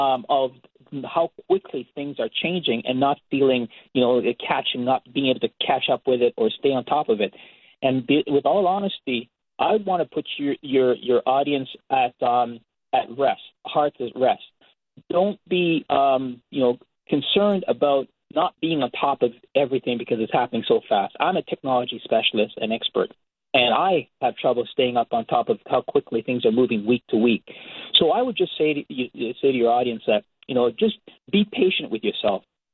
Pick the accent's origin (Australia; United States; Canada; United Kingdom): Canada; Toronto, Ontario; I'm from Toronto, Canada.